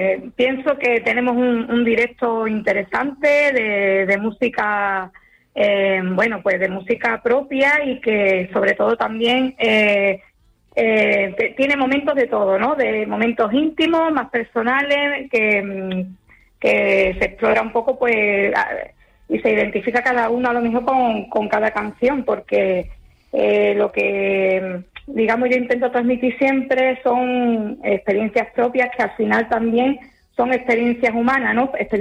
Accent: Andalusia, Spain; moved away as an adult; now in Lanzarote, Spain; yo soy andaluza. Ajá. Pero vivo en la isla de Lanzarote desde hace ya 8 años, es decir que ya me conozco bien la isla y estoy muy contenta de estar ahí afincada

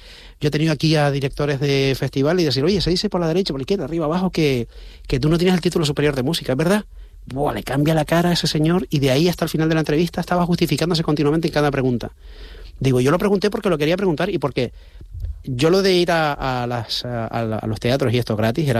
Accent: Canary Islands, Spain; Primero, sí, soy canario, y luego me quedo esperando a ver si saben dónde están las Canarias o no

